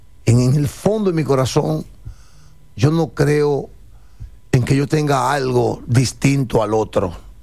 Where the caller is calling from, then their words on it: Dominican Republic; Un abrazo fraterno desde la República Dominicana.